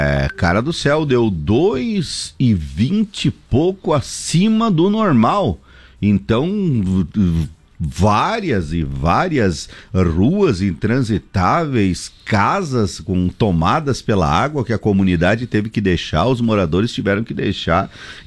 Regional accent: Caçador, Santa Catarina, Brazil; que eu venho lá de Caçador, Videira, Rio das Antas, né?

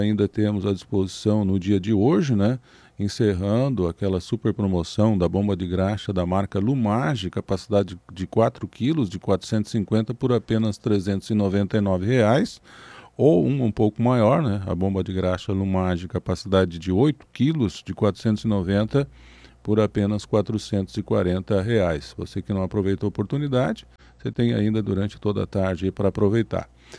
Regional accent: Turvo, Santa Catarina, Brazil; talvez a comunidade pioneira mais antiga aqui de Turvo Região, também a minha terra natal, né, Turvo Baixo.

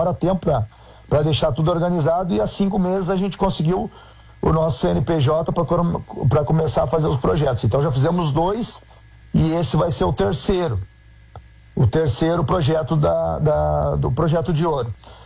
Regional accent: Canoas, Rio Grande do Sul, Brazil; Eu fui criado lá na Guajuviras, eu não tinha oportunidade de nada.

